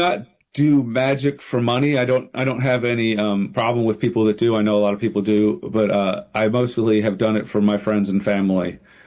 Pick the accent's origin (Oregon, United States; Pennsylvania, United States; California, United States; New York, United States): Pennsylvania, United States; moved away; No, I'm originally from Pennsylvania.